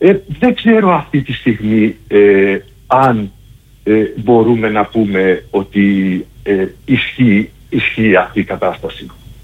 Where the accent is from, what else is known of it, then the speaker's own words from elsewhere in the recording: Zakynthos, Ionian Islands, Greece; Επειδή είμαι Ζακυνθινός και έχω μεγαλώσει εδώ πέρα